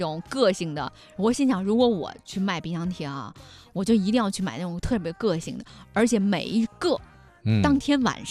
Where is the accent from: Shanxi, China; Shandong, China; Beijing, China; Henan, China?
Shanxi, China; Linfen; moved away; 我前段时间回我老家的时候，我们老家也是有一条夜市。